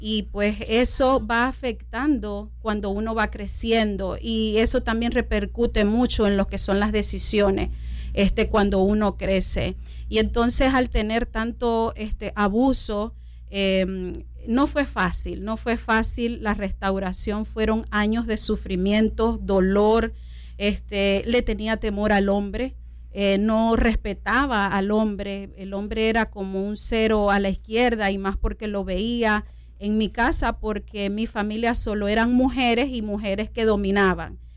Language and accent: Spanish; Zulia, Venezuela; Soy venezolana, vengo de Venezuela, de una familia pobre. En el estado del Zulia, en Venezuela. Y nosotros nacimos en una familia bastante pobre, pero muy disfuncional.